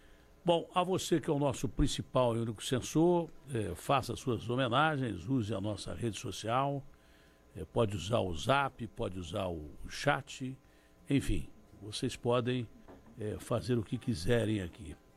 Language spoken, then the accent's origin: Portuguese; São Paulo, Brazil; born there; Eu nasci no interior de São Paulo, mas eu queria ser nordestino.